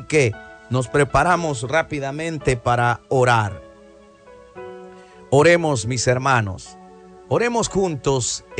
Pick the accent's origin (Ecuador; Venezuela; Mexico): Ecuador; mi país, Ecuador